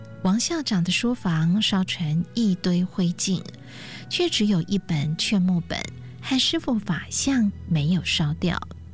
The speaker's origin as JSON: {"language": "Chinese", "town": "Liugui", "region": "Kaohsiung", "country": "Taiwan", "tie": "born or raised there", "also_born_or_lived": "Taipei / Taitung", "said": "我出生在台北石碇，四岁被送到高雄六龟，过继给叔叔 … 、婶婶王面当童养媳。十三岁跟着养父母搬到台东。"}